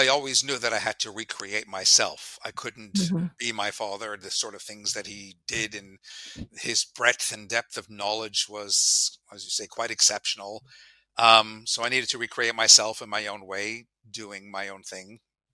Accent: Toronto, Ontario, Canada; moved away; I grew up obviously in Toronto

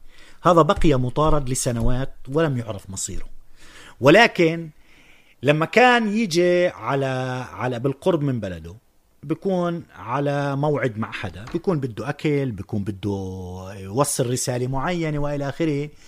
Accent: Palestine; عندنا فلسطينيين

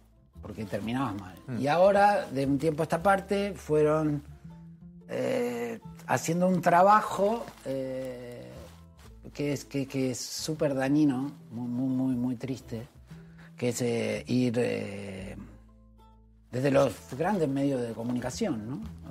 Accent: Argentina; moved away

